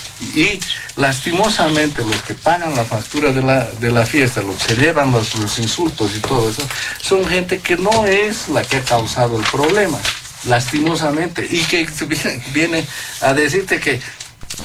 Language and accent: Spanish; Bolivia; nosotros como bolivianos tenemos experiencia